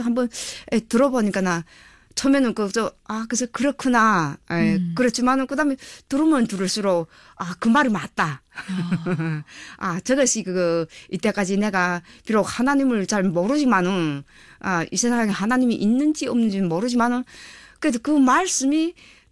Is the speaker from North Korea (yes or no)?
yes; North Korea; 우리도 같은 탈북자이고 같은 이방민인데